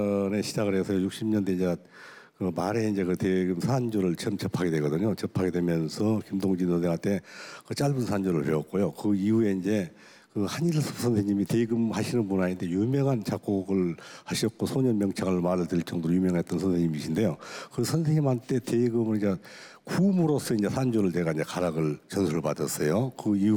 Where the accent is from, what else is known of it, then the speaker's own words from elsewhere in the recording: Damyang, South Jeolla, South Korea; 제가 태어난 곳도 대나무가 많은 전남 담양에서 태어났거든요. 제가 태어난 장소도 저희 집 울타리가 전부 대밭입니다.